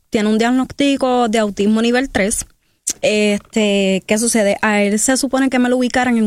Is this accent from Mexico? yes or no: no; Vega Baja, Puerto Rico